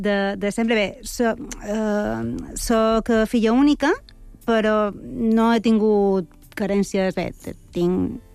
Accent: Mallorca, Balearic Islands, Spain; also born or lived in Valencia; Jo vaig néixer a València, però he crescut a Mallorca amb tota la família argentina. Jo de fet, crec que sóc la primera generació d'espanyols de la meva família.

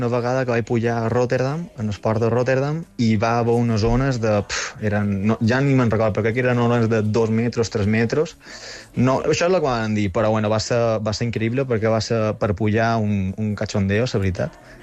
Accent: Inca, Balearic Islands, Spain; Jo soc d'Inca, Inquero.

